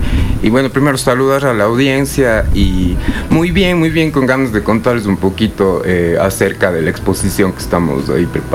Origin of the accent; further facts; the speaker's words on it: Ecuador; la identidad que he estado buscando, como más que como artista, como ecuatoriano